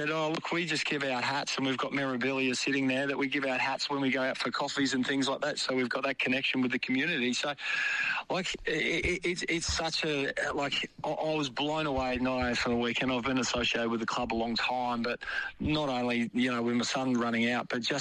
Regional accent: Queensland, Australia; I grew up in Queensland playing footy, but premierships have driven junior membership, but just the overall excitement of it.

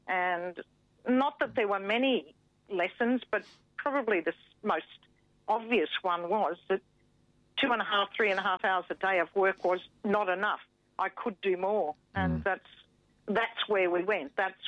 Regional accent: Australia; But I am an Australian

